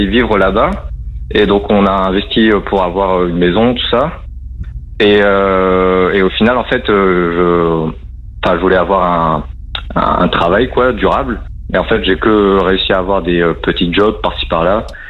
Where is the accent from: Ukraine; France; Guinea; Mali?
France; Alors, non, c'est juste mon prénom qui est d'origine italienne, sinon moi, je suis français, ouais.